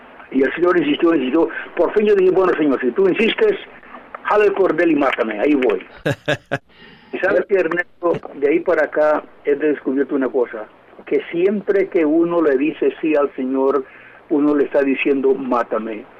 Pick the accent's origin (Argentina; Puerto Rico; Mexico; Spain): Puerto Rico; born there; Pero yo rechazaba al Señor porque yo nací en Puerto Rico.